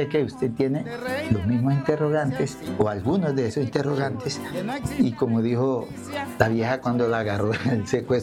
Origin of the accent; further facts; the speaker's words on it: Santander, Colombia; now in Arauca, Colombia; Igual mi sociedad santanderina, mi pueblo de Arauca, me necesita.